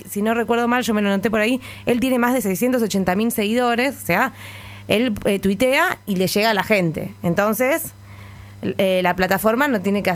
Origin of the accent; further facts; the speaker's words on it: Argentina; como cualquier argentino o argentina de bien